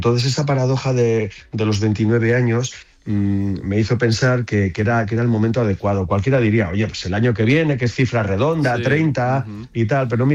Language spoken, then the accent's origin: Spanish; Irún, Basque Country, Spain; Soy del País Vasco, soy de Irún. Soy, por tanto, fronterizo.